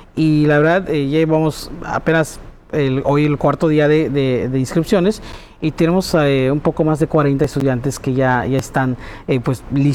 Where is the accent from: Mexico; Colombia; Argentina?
Mexico; Yucatán